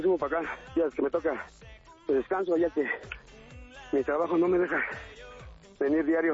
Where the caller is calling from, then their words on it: Tequixquiac, State of Mexico, Mexico; aquí en el estado de México, Texquiac.